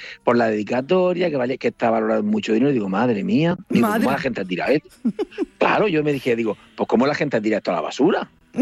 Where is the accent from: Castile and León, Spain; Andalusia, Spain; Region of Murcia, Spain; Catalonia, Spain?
Region of Murcia, Spain; Murcia; soy de Murcia y tal.